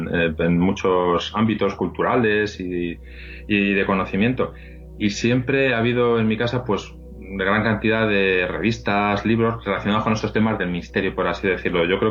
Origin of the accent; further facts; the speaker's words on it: Madrid, Community of Madrid, Spain; Soy madrileño, nacido y vivido en Madrid, sí.